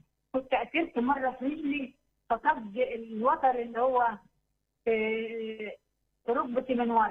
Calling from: Mallawi, Minya Governorate, Egypt; أنا من المنيا

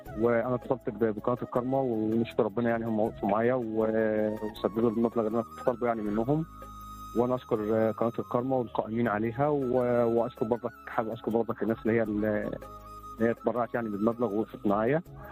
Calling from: Cairo, Cairo Governorate, Egypt; من القاهرة

